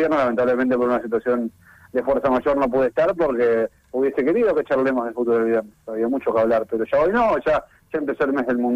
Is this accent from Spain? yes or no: no; Argentina; Siempre tenemos chances, somos la última campeona del mundo, somos Argentina